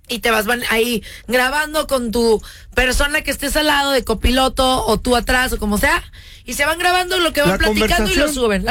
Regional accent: Mexico; Somos mexicanas.

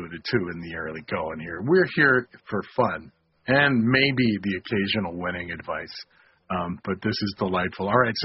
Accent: Buffalo, New York, United States; also born or lived in Pittsburgh; But you know, growing up in Pittsburgh, man, growing up in Buffalo, I know the real factor is the elements.

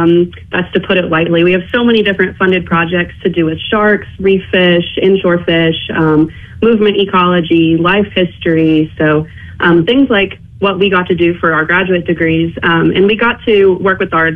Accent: Tennessee, United States; moved away as an adult; also born or lived in California; now in Gulf Coast, United States; I'm originally from Tennessee, but went to school in California for marine biology

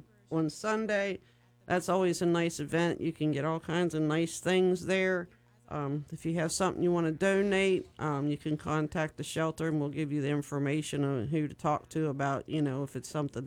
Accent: Pennsylvania, United States; Well, see, I'm originally from Pennsylvania, so I don't say.

